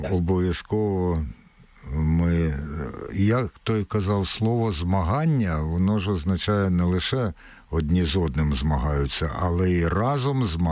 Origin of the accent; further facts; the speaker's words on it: Kyiv, Ukraine; Київ, як киянин